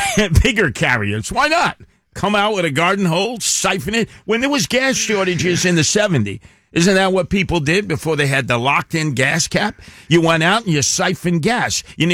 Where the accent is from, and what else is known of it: New York, United States